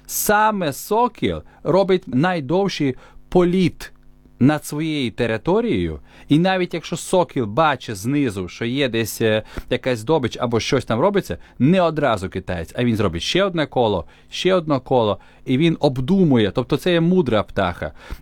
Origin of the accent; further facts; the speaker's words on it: Khust, Zakarpattia Oblast, Ukraine; moved away as an adult; now in Hungary; Тому що я є українець. Я народився в Україні, моє серце українське, я звідти, в мене там батьки, я там виріс, я українець.